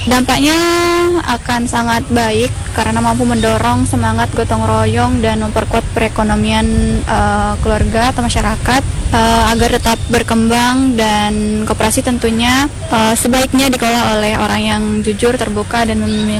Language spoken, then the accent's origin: Indonesian; West Nusa Tenggara, Indonesia; saya aslinya Lombok Tengah.